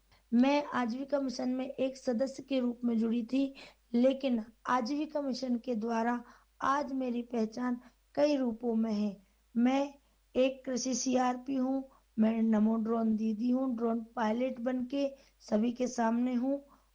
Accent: Sehore district, Madhya Pradesh, India; ग्राम दुपड़िया bill जिला सीहोर की रहने वाली हूँ।

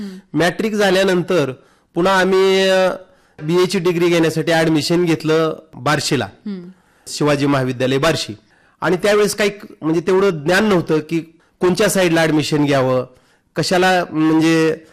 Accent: Chorakhali, Maharashtra, India; also born or lived in Yedshi; चोराखळी या ठिकाणी माझं शिक्षण झालं.

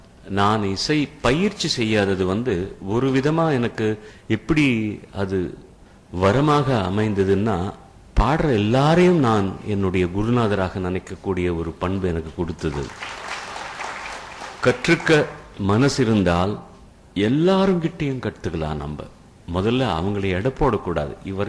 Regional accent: Nellore, Andhra Pradesh, India; born there; எங்கள் வீட்டில் ரேடியோ இல்லாத காலத்தில் ஒரு பார்க் இருக்கு சுதந்திர பார்க்குன்னு நெல்லூரில்

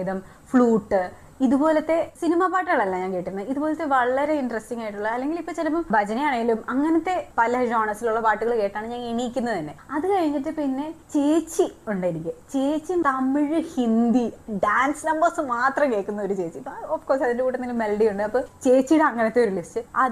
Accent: Dubai, United Arab Emirates; ഞാൻ ദുബായിലാണ് പഠിച്ചതും വളർന്നതൊക്കെ.

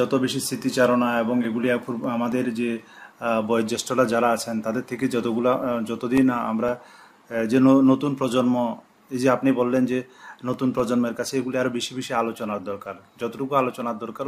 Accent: Tripura, India; যে আমাদের পূর্বপুরুষরা ওখানে ছিল

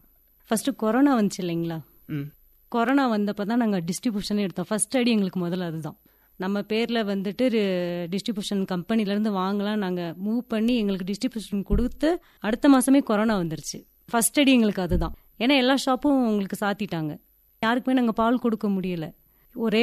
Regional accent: Uthamapalayam, Tamil Nadu, India; now in Ooty, India; என்னோட சொந்த ஊர் வந்து உத்தமபாளையம் தேனி மாவட்டம். அப்பா அம்மாவங்கெல்லாம் விவசாயம் தான்.

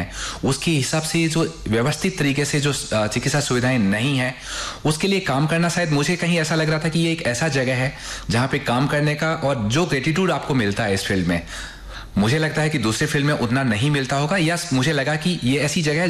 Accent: Sikar, Rajasthan, India; moved away as an adult; also born or lived in Tamil Nadu / Jaipur / Lucknow; now in Jodhpur, India; वैसे तो मैं सीकर से बिलोंग करता हूँ

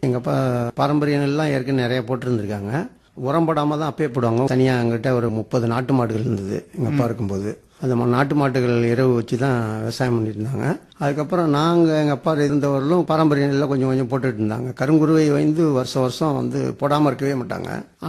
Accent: Thanjavur, Tamil Nadu, India; நான் தஞ்சாவூர் சேர்ந்தவன்.

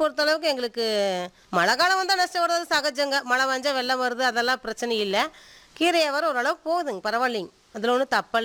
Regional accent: Tamil Nadu, India; நாங்கள் பிறந்தது இதே மலைப்பழையுமே தானுங்க. படித்தது பார்த்துட்டிங்கன்னா செஞ்சேரி மலை ஸ்கூலில். நாங்கள் கல்யாணம் பண்ணது இதே ஊரில் தான், மலைப்பழத்துலேயே தான்.

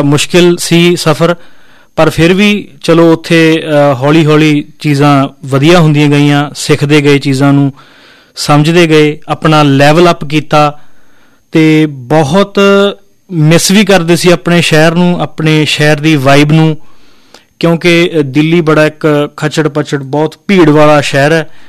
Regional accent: Rama Mandi, Punjab, India; ਆਪਣੀ ਜ਼ਿੰਦਗੀ ਦੇ 20 ਸਾਲ ਜਿਹੜੇ ਹੈ ਉਹ ਮੈਂ ਪਿੰਡ ਵਿੱਚ ਰਿਹਾ। ਰਾਮਾ ਮੰਡੀ ਕੋਲ ਮੇਰਾ ਪਿੰਡ ਹੈ ਅਤੇ ਉੱਥੇ ਹੀ ਮੈਂ ਰਾਮਾ ਮੰਡੀ ਦੇ ਵਿੱਚ ਆਪਣੀ ਜਿਹੜੀ ਮੈਟ੍ਰਿਕ ਹੈ 10ਵੀਂ ਮੈਂ ਉੱਥੇ ਪਾਸ ਕੀਤੀ ਹੈ।

